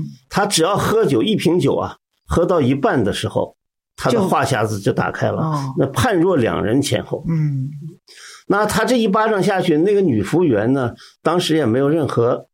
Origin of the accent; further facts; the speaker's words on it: Inner Mongolia, China; moved away; 我从小是在内蒙草原上，不仅是骑马，我们驯马。